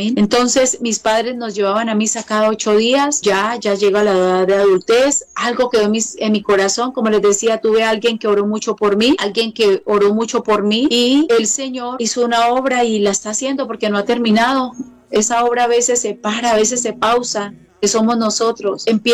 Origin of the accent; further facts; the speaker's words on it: Meta, Colombia; Soy llanera, soy de una parte bastante donde es muy difícil hablar de Dios, pero Dios siempre está con nosotros.